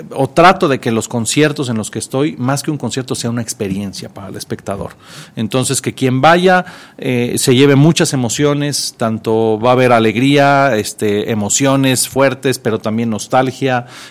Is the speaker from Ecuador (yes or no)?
no; Mexico City, Mexico; Nací en la Ciudad de México. Ahí crecí, ahí estudié en la Facultad de Música de la UNAM.